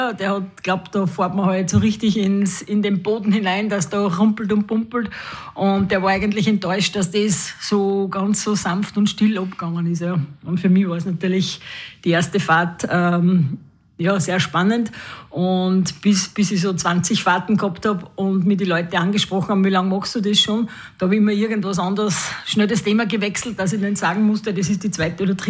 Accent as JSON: {"language": "German", "town": "Mariazell", "region": "Styria", "country": "Austria", "tie": "born or raised there", "said": "Ich bin als Kind, also als Jugendlicher aufgewachsen in Maritzell neben einem Flugplatz"}